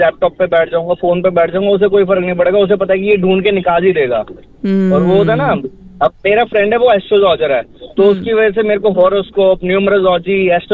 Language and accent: Hindi; Delhi, India; मैं दिल्ली से हूँ तो हमें चाहिए कि भाई हमारे हाथ में जमीन हो